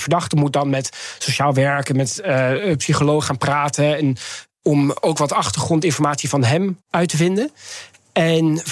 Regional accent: Netherlands; Ik ben opgegroeid in Nederland.

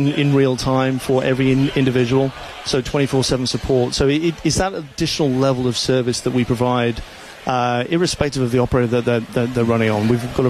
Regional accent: England, United Kingdom; Yeah, I'm English, so I've been following along too.

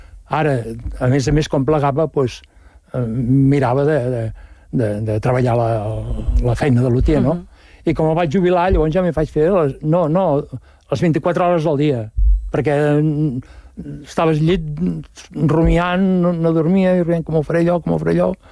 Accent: Mas Rampinyo, Catalonia, Spain; perquè soc de Mar Rampinyo, sabeu on és? Montcada Reixac, entre Montcada Reixac i la Llagosta hi ha Mar Rampinyo. Bueno, que tots eren pagesos abans.

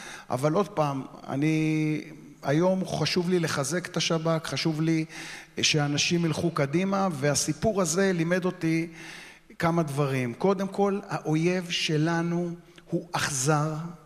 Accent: Ramat Gan, Tel Aviv District, Israel; אני גדלתי סמוך לגבעתיים ברמת גן, ואני גם בוגר קלעי גבעתיים.

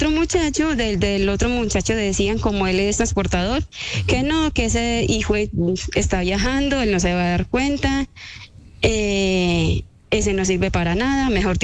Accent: Medellín, Antioquia, Colombia; Yo soy de Medellín.

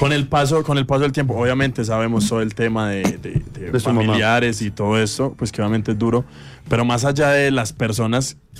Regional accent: Sonsón, Antioquia, Colombia; Sí, señor, yo soy de Sonzón.

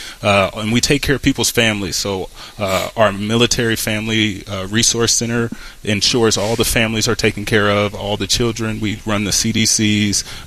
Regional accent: Cincinnati, Ohio, United States; So growing up in Cincinnati, Ohio, I spent a lot of time just trying to find myself

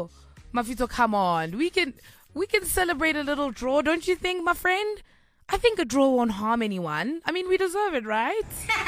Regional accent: South Africa; my national duty as a South African

